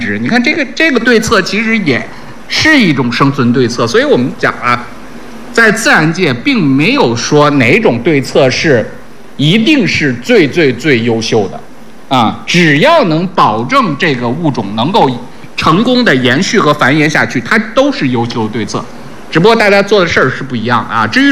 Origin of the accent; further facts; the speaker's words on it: China; 我们中国人